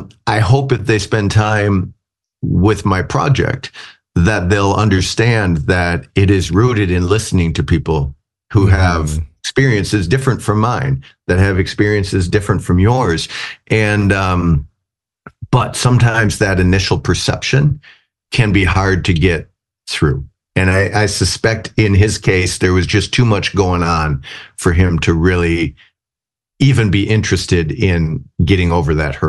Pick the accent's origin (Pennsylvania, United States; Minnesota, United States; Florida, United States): Minnesota, United States; I'm from Minnesota. He saw my license plate.